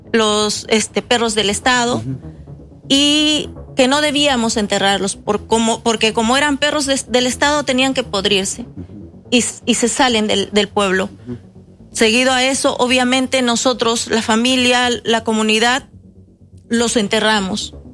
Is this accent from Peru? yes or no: yes; Peru; Yo tenía 7 años cuando sucedió esta desgracia en mi pueblo. Soraas es un pueblo muy pequeño, bastante aislado de la capital, y ya en la frontera de Apurímac y Ayacucho.